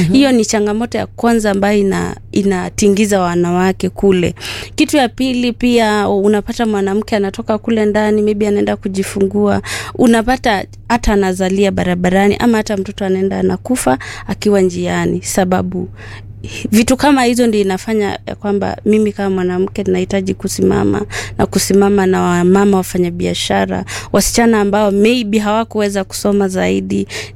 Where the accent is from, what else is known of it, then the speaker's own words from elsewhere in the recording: Bungoma, Bungoma County, Kenya; born there; Bungoma ndio mahali ambapo nimezaliwa